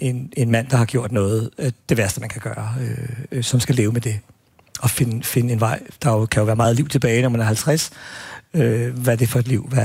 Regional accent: Albertslund, Capital Region of Denmark, Denmark; jeg er sådan lidt arveligt belastet, fordi at jeg voksede op i Appelslund, hvor vi havde to fængsler.

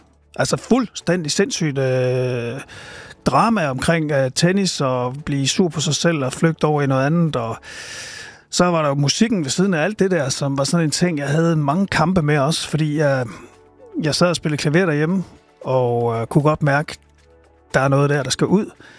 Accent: Silkeborg, Central Denmark Region, Denmark; born or raised there; also born or lived in Aarhus

